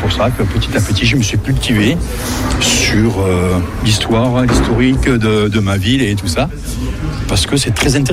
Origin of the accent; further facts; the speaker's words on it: Montauban, Occitanie, France; born there; j'adore ma ville. Je suis né à Montauban.